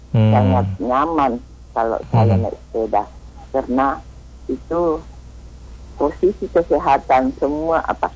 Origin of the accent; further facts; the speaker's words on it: Parepare, South Sulawesi, Indonesia; born there; Saya dulu waktu SMP itu saya tinggal di daerah Labukan itu, sekolahnya di sana di daerah Sumpang Minangai dekat kompleks Brimob